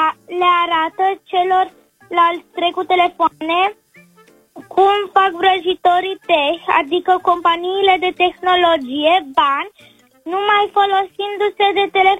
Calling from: Iași, Iași County, Romania; Am 9 ani și 11 luni și sunt din Iași.

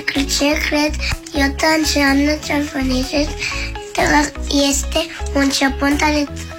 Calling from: Alba Iulia, Alba County, Romania; din Alba Iulia

